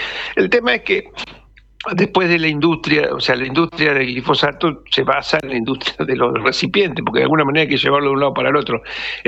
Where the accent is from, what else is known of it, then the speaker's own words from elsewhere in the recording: Entre Ríos, Argentina; Yo soy de Entre Ríos, tenemos la provincia con menos regulaciones